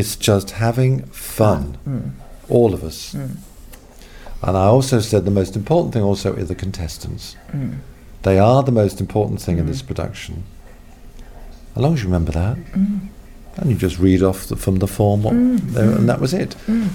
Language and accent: English; United Kingdom; Yes, because I am British, and yes, and it is a very British thing.